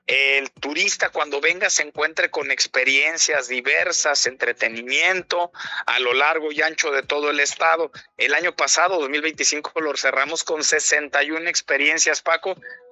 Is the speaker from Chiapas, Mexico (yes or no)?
no; Manzanillo, Colima, Mexico; los que somos de Manzanillo